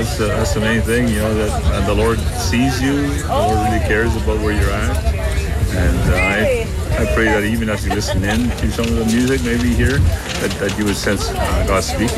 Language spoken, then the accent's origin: English; Niverville, Manitoba, Canada; We're from Niverville. We live in Niverville.